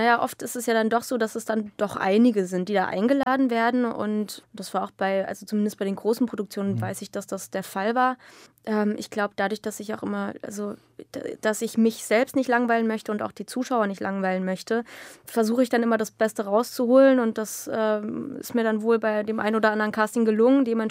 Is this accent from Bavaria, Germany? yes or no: no; Jena, Thuringia, Germany; born there; Ich bin in Jena geboren, die einen saßen in Berlin, die anderen in Spanien. Meine Mutter kommt aus Spanien.